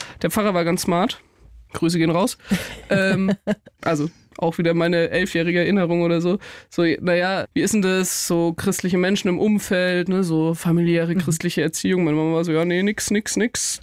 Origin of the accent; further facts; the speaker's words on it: Nittenau, Bavaria, Germany; Ich meine, ich bin in Nittenau aufgewachsen. Das ist wirklich mitten im Bayerischen Wald, also in der Oberpfalz.